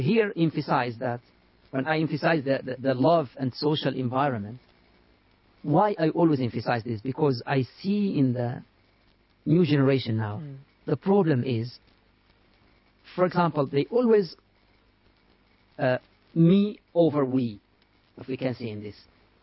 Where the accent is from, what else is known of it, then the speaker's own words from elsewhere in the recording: United Arab Emirates; I grew up in Emirates, not in Mauritania.